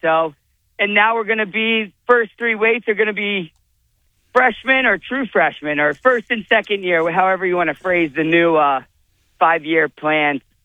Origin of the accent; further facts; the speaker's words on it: Lewistown, Pennsylvania, United States; I grew up in Lewistown, PA